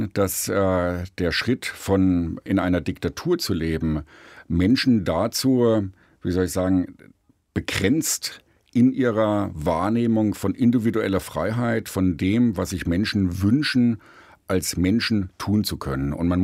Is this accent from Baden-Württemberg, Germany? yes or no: no; Thuringia, Germany; in Südthüringen, wo ich herkomme, also im ehemaligen Bezirk Suhl, war die Grenze da und das Leben war in der DDR vorgeformt bzw. vorgeprägt.